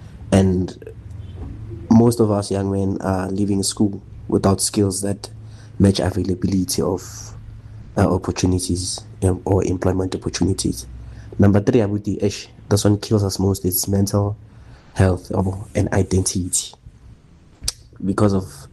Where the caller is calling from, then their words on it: South Africa; us as South African young men